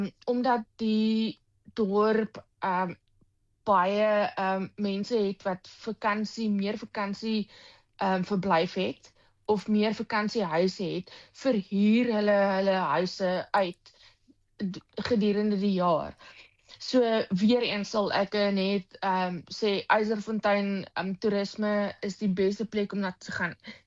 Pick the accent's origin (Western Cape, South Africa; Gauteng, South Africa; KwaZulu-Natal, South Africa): Western Cape, South Africa; Darling; ek het groot geword in Darling en so ek is gebore en getoe in hierdie area.